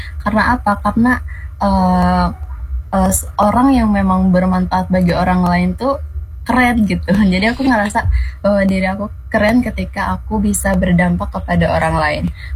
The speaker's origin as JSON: {"language": "Indonesian", "town": "Pandeglang", "region": "Banten", "country": "Indonesia", "said": "aku dari remaja yang ada di Pandeglang yang memang akses untuk kesana kesininya susah"}